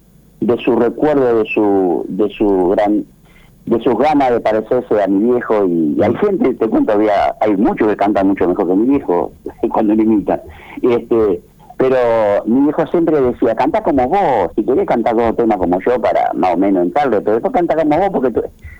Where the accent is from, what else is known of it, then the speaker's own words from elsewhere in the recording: Santiago del Estero, Argentina; born there; Que desde el vientre de mi madre, cuando nací en Santiago del Estero, ya oía samba, canciones, folclore